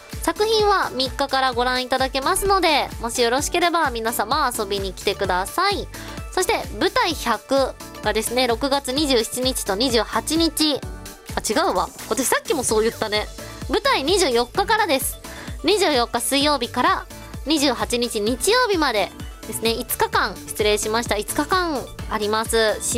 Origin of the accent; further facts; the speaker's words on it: Yamanashi, Japan; 山梨、私の地元でございます